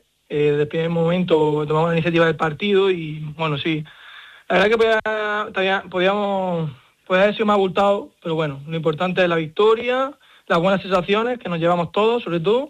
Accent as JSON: {"language": "Spanish", "town": "Almería", "region": "Andalusia", "country": "Spain", "said": "Al final llevo muchos años viendo en Almería, soy de la Almería"}